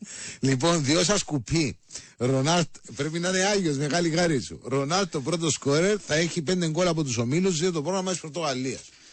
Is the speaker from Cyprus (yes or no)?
yes; Cyprus; accent: Cypriot; Και μιλώ κυπριακά για να καταλαβαίνω μας.